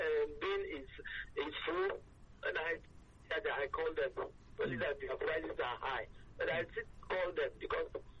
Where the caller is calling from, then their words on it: Lagos, Nigeria; I'm calling from Ileki.